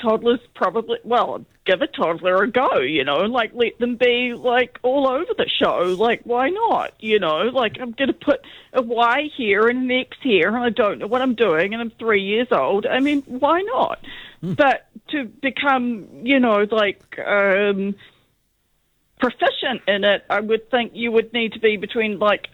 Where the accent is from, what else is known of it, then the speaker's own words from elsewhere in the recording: Hamilton, Waikato, New Zealand; now in Auckland, New Zealand; I'm actually from Hamilton. I'm not from Auckland. So, but I do live here.